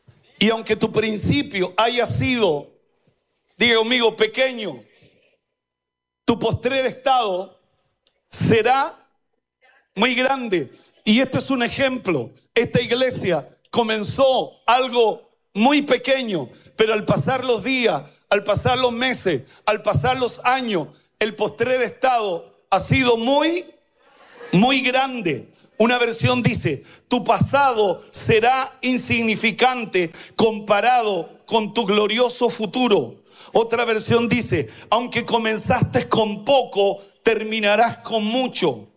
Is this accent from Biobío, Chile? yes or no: yes; Coronel, Biobío, Chile; Yo vengo de Schwager, de Coronel, de la zona minera del Carbón, un lugar bien pobre, un lugar donde el futuro era ser borracho y trabajar en las minas.